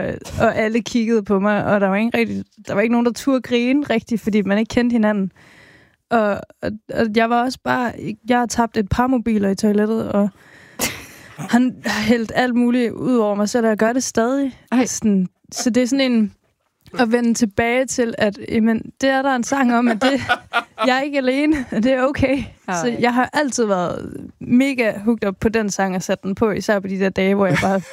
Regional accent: Region of Southern Denmark, Denmark; Jeg er sønderjyde

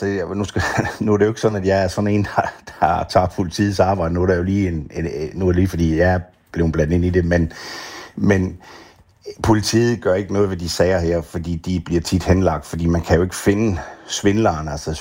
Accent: Funen, Region of Southern Denmark, Denmark; nu er jeg jo fynbo.

